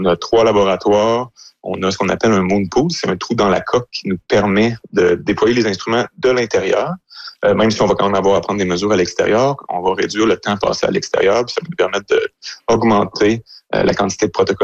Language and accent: French; Quebec, Canada